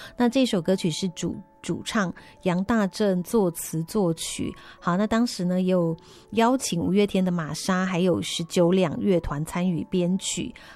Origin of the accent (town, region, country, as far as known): Taiwan